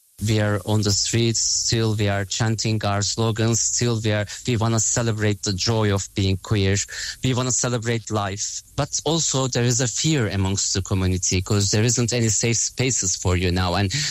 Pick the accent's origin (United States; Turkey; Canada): Turkey; It saved my life, actually. When I was a kid, I felt really lonely.